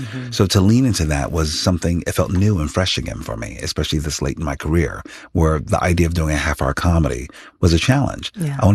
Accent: Philadelphia, Pennsylvania, United States; I come from a very humble place. I come from

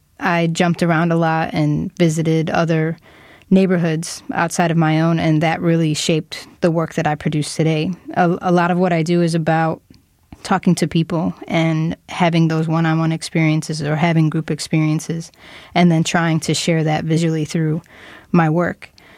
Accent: Chicago, Illinois, United States; And this is what Chicago sounds like. I grew up here. My parents were born and raised in Chicago.

